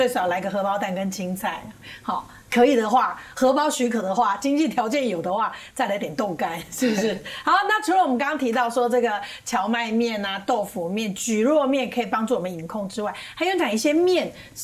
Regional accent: Taiwan; 还有这个我们台湾人很讲究的汤头，

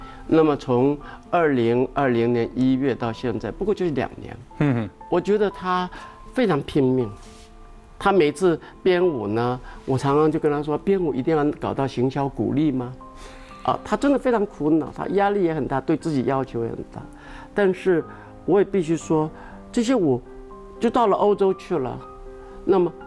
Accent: Xingang, Chiayi County, Taiwan; 我的故乡新港，我们的老家，被县政府指定为古迹

